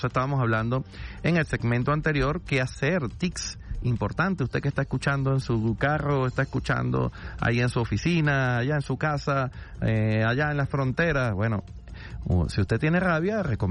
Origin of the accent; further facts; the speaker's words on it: Barquisimeto, Lara, Venezuela; born there; moved away; yo ayer fui el sábado a Barquisimeto, saludo a la gente de Barquisimeto, mi ciudad natal.